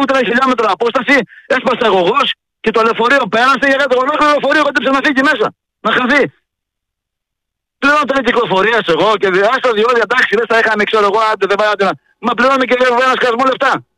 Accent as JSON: {"language": "Greek", "town": "Katerini", "region": "Central Macedonia", "country": "Greece", "said": "ένα Κατερινιώτη, ζώδια μου, έχω δρόμο στην Κατερίνα. Η πόλη του Λακούβα, αδερφέ."}